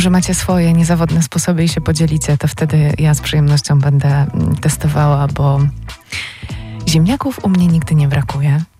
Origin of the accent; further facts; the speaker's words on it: Greater Poland Voivodeship, Poland; ja jako rodowita Wielkopolanka i człowiek wychowany na ziemniakach